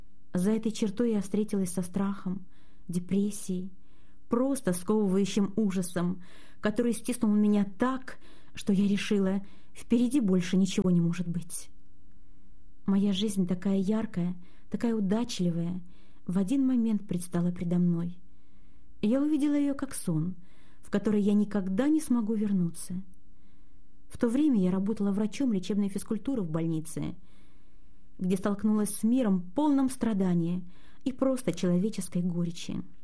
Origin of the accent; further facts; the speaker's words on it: Magadan Oblast, Russia; also born or lived in Ukraine; Мне 30 лет. Родилась я на Украине. Но когда мне исполнилось 4 года, мы переехали на крайний север, в Магаданскую область.